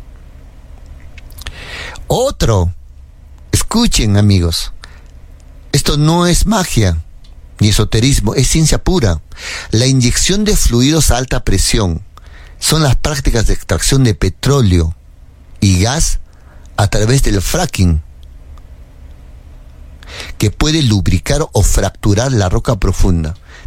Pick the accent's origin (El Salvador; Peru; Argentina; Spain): Peru; Arequipa; en Cayoba, mi tierra